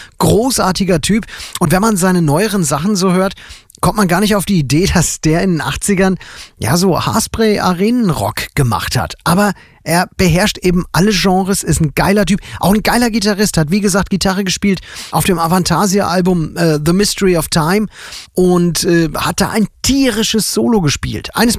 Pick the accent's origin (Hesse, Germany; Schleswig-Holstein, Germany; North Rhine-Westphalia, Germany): Hesse, Germany; Fulda; Ein großes Konzert hier in Deutschland in Fulda auf dem Domplatz, meiner Heimatstadt.